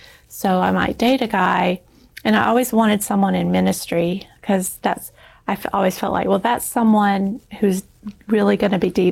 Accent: Alabama, United States; also born or lived in Louisiana; my whole family's from Louisiana, but my dad had been transferred when my brothers were young, and we lived a total of 16 years in Alabama where I was born. When we moved back to Louisiana, it was during

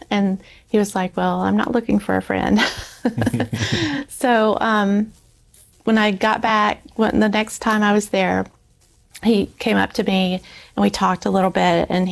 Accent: Alabama, United States; also born or lived in Louisiana; my whole family's from Louisiana, but my dad had been transferred when my brothers were young, and we lived a total of 16 years in Alabama where I was born. When we moved back to Louisiana, it was during

